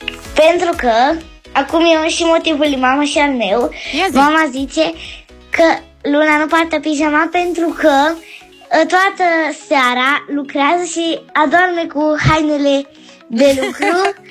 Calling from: Cluj-Napoca, Cluj County, Romania; din Cluj. Am 9 ani

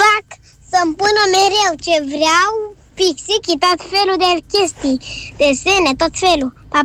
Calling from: Bucharest, Romania; din București, am 5 ani

